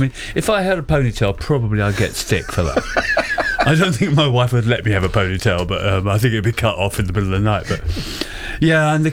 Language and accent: English; Wales, United Kingdom; I grew up in South Wales in a very quite a masculine environment.